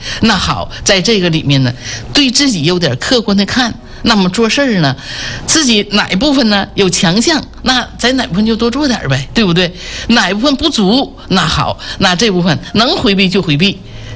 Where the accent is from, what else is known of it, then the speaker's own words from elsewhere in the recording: Jinzhou, Liaoning, China; accent: Jinzhou; 我的发音吧，就是我特别爱锦州，我特别爱家乡，所以我的口音吧，就浓浓的在那个锦州的那个味道